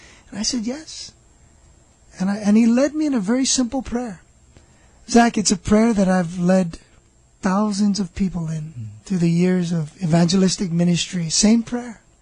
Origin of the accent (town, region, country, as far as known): Maunalua, Hawaii, United States; born or raised there